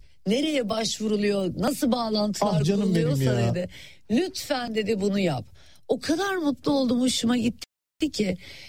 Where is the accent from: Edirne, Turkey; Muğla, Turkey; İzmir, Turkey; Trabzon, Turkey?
Trabzon, Turkey; Ve biz de Karadenizliyiz biliyorsun. Baba tarafından evet. Trabzonluyuz.